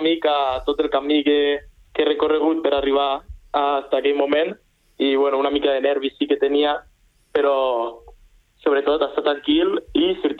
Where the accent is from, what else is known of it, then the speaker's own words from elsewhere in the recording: Sitges, Catalonia, Spain; vaig començar al Sitges, que és l'equip del meu poble.